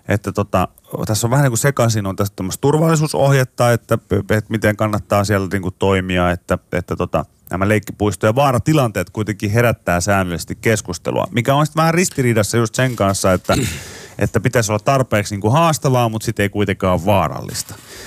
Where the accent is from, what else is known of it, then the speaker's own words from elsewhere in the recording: Pori, Satakunta, Finland; silloin kun minä olin pieni, niin Porissa oli esimerkiksi Pelle Hermannin puisto.